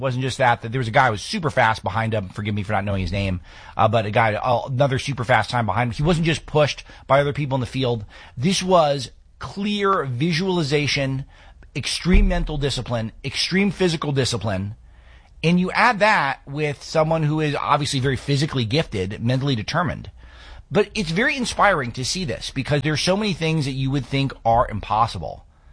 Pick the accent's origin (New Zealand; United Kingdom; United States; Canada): United States; as a American sports watcher